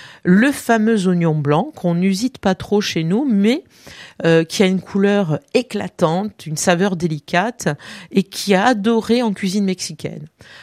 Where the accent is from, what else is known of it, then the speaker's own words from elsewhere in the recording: Corsica, France; chez nous en Corse, nous avons le fameux oignon de Cisco du Cap Corse qui est si doux qu'il ne fait pas pleurer